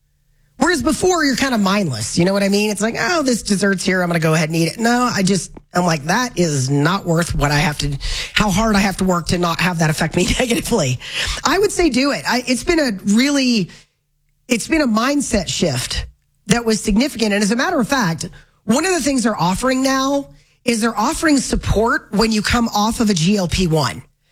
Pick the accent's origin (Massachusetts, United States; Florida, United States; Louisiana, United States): Florida, United States; moved away; go back to where I am actually from in Florida.